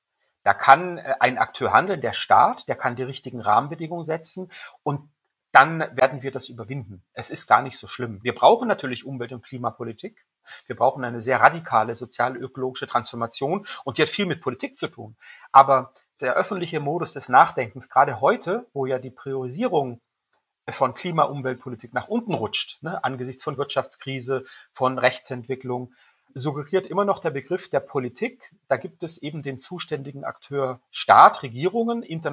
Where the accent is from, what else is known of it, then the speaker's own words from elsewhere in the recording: Mainau Island, Baden-Württemberg, Germany; Ich bin aufgewachsen auf der Insel Mainau im Bodensee, ne, die Blumeninsel